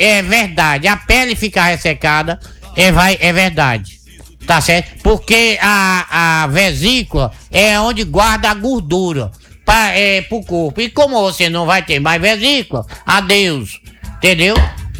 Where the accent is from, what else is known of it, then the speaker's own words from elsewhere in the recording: Ipu, Ceará, Brazil; born there; eu sou caboclo lá, eu nasci no Ceará, no meio do mato, igual preá. nasci igual preá, sabe?